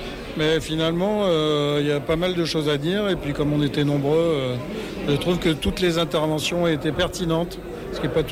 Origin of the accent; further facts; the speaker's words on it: Mauritius; Oui, je suis originaire de l'île Maurice. Et donc ça fait des années que je veux tourner un film chez moi